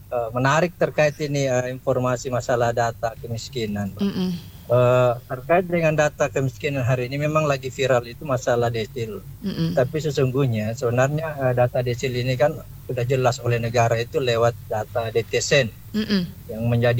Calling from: Mamuju, West Sulawesi, Indonesia

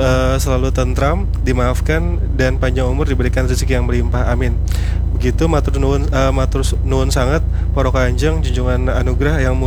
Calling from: Yogyakarta, Special Region of Yogyakarta, Indonesia; Saya dari kota Yogyakarta.

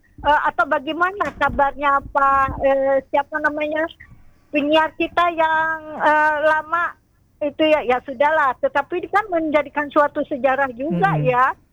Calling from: West Java, Indonesia; dari Jawa Barat.

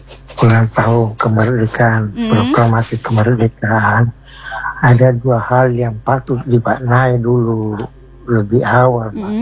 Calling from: Makassar, South Sulawesi, Indonesia; Kelurahan Barombong ini

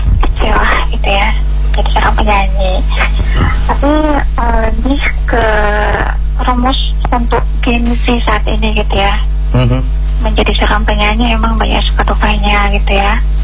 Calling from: Maluku, Indonesia; saya dari Timur Indonesia, Maluku Tengah, Pulau Serang.

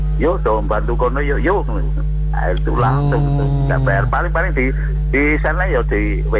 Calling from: Borobudur, Central Java, Indonesia; Kalau di daerah saya itu daerah Borobudur yang kering

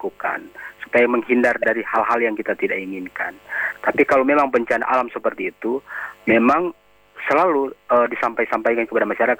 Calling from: Makassar, South Sulawesi, Indonesia; ini di Makassar ini.

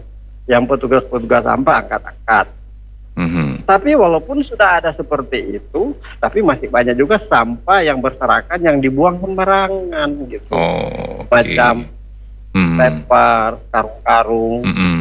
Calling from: Airmadidi, North Sulawesi, Indonesia; desa saya Air Madidi Tarongtong, di belakang pabrik

